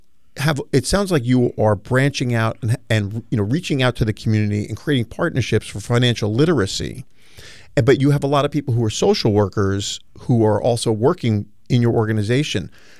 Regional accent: New York City, New York, United States; I grew up in New York City. Mm-hmm. In Queens.

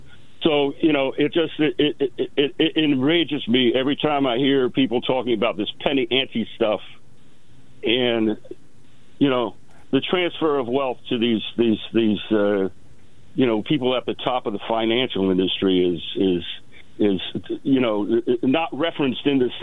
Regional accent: East Coast, United States; I'm originally from the East Coast.

